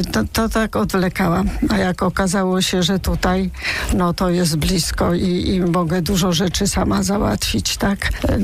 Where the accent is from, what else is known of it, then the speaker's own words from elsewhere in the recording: Gdańsk, Pomeranian Voivodeship, Poland; u nas w Gdańsku